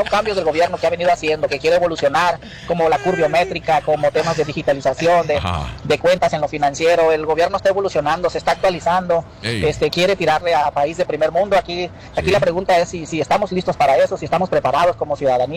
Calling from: Mexico; Como buen mexicano, buscamos el beneficio de cada cosa

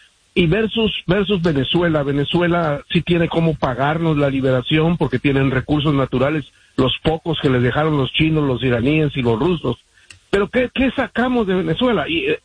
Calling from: Los Angeles, California, United States; Good morning, de aquí de Los Ángeles, Andreina.

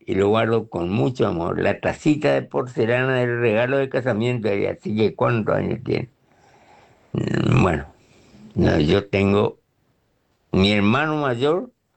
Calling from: Clorinda, Formosa, Argentina; de Clorinda

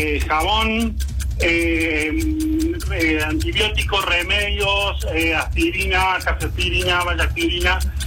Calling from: Argentina; Ahora estoy en barrio Alejandro Centeno, pero yo soy, vivo en barrio Hipona.

